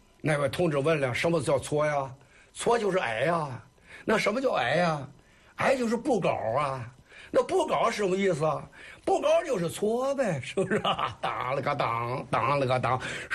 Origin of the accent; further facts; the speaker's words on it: Qiqihar, Heilongjiang, China; 我到天津去吧，天津人不知道我是齐齐哈尔人。